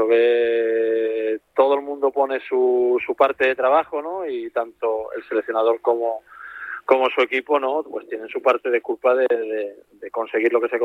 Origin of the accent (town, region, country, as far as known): Jerez de la Frontera, Andalusia, Spain